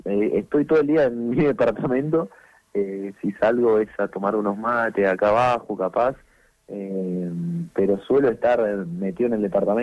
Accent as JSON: {"language": "Spanish", "region": "Santa Fe", "country": "Argentina", "moved": "as an adult", "lives_now": "Comodoro Rivadavia, Argentina", "said": "yo soy de Santa Fe Capital, esta es mi tercera temporada en el club, y nada, llegué cuando tenía 21 años, hoy tengo 24"}